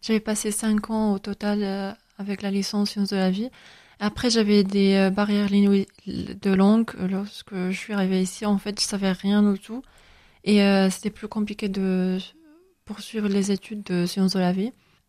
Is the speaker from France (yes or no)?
no; Tarragona, Catalonia, Spain; French is a second language; moved away; Ah, de Tarragone. Oui, je suis née en Tarragone en 2001. Et après, là-bas, j'ai fait des études dans un village qui s'appelle El Morell.